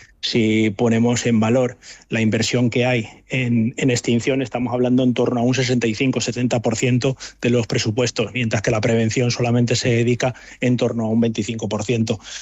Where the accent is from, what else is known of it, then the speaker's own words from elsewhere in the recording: Ávila, Castile and León, Spain; ahora en mi tierra, en Ávila